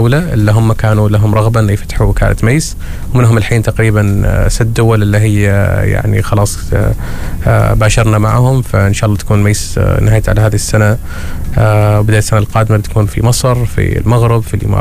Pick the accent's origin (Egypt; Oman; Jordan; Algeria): Oman; ونحن كشباب عمانيين